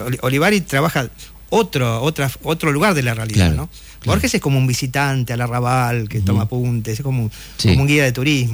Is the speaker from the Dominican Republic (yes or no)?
no; Argentina; yo como argentino, como peronista